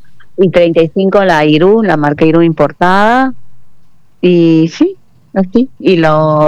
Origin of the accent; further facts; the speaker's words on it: Peru; now in Argentina; Ay, yo soy peruana.